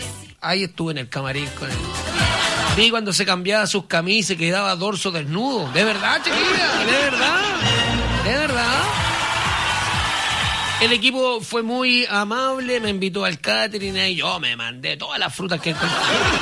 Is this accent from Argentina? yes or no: no; Chile; soy chileno